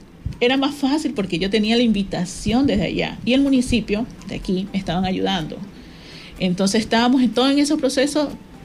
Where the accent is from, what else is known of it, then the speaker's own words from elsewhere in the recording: Portoviejo, Manabí, Ecuador; soy de Puerto Viejo, Río Chico, de la parte rural de Puerto Viejo.